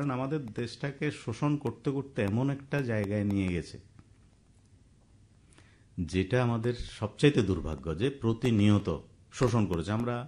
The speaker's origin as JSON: {"language": "Bangla", "country": "India"}